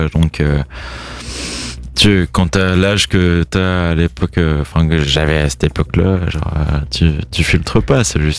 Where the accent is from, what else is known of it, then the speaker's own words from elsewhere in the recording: Lorient, Brittany, France; Parce que je suis de Lorient et il y a la côte et tout ça.